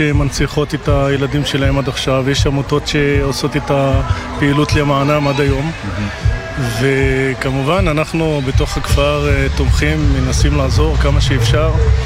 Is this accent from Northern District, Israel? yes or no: yes; Yanuh-Jat, Northern District, Israel; בן 46, נשוי לתגרית ואבא לניל, רם ולורן. גר בינוך. גדלתי בינוח